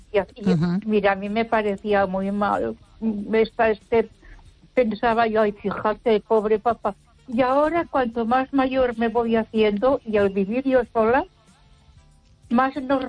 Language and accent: Spanish; Ponferrada, Castile and León, Spain; Buenas noches, Esther. … de Ponferrada.